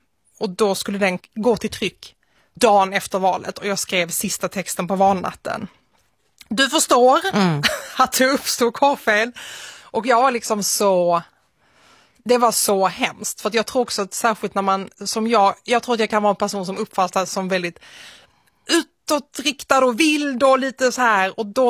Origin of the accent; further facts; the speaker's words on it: Malmö, Skåne, Sweden; also born or lived in Nötersjö; Solgårda utanför Svedala, som heter Nötersjö, en liten by. Och sen så flyttade jag in till Malmö när jag var 5 år gammal ungefär. Men mina första år i livet växte jag upp där ute.